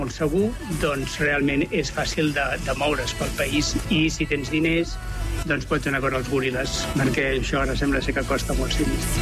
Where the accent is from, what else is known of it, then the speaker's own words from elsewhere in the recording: Catalonia, Spain; nosaltres som catalans i que som una família catalana i que no som espanyols